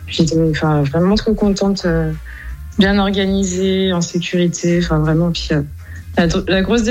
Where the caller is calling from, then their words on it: Mâcon, Bourgogne-Franche-Comté, France; De Mâcon, exactement.